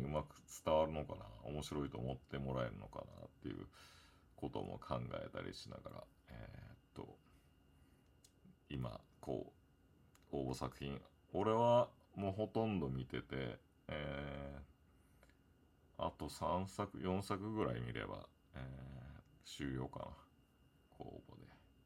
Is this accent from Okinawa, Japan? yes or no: yes; Okinawa, Japan; born or raised there; moved away